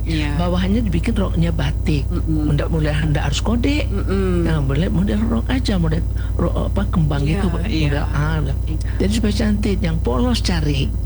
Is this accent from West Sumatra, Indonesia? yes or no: yes; West Sumatra, Indonesia; Kalau kita Minang enggak pakai batik di bawah.